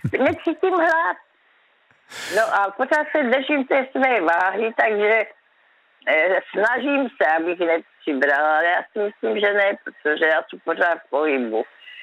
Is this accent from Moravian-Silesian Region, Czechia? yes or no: no; Brno, South Moravian Region, Czechia; kde jsem vyrostla v Kamence? To je tam je vrch, tam je kopec v Brně.